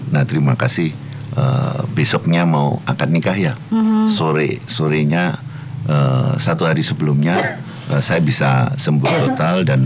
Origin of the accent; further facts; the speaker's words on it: Klaten, Central Java, Indonesia; Apalagi ini dari Medan, sementara saya ini orang Klaten, jadi beda banget gayanya gitu.